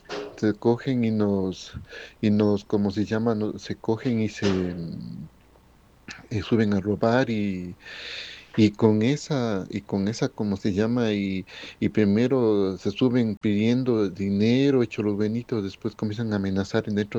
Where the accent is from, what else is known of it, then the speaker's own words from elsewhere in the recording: Quevedo, Los Ríos, Ecuador; Primeramente uno se sube, yo no soy, se suben, soy de Quevedo, y se suben a amenazar a las personas.